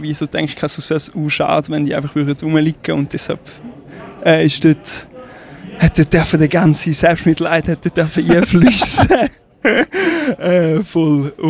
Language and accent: German; Thurgau, Switzerland; now in Schaffhausen, Switzerland; Also ich komme, jetzt bin ich gerade wohnhaft in Schaffhausen, ja. Aber aufgewachsen bin ich im Thurgau.